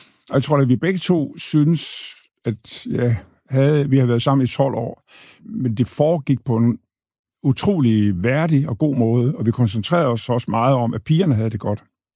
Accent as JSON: {"language": "Danish", "town": "Thy", "region": "North Denmark Region", "country": "Denmark"}